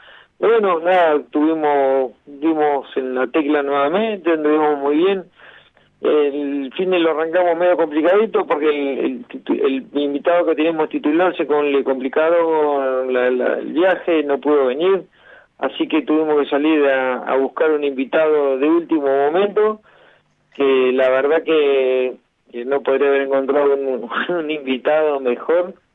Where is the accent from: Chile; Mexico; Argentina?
Argentina; Realmente, como argentino, uno se siente muy orgulloso